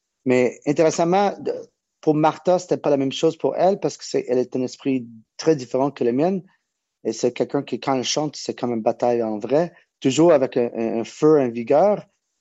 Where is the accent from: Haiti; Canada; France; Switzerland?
Canada; also born or lived in California; j'étais grandi à Canada.